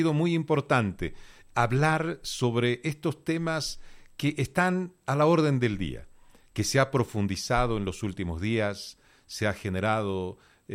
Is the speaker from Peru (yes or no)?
no; Bolivia; de vernos como ciudadanos bolivianos